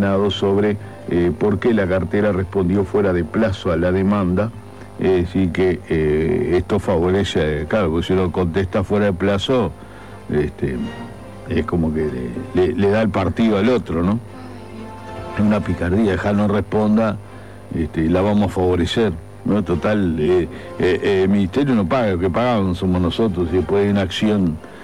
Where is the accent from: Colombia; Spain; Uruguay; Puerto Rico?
Uruguay; como lo que pagamos somos los uruguayos, como siempre